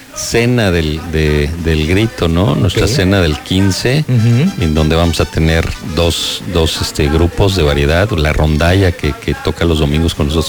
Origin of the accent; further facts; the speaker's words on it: Mexico; la Ciudad de México, decía, bendita mi tierra, mi gente, mis raíces, mi comida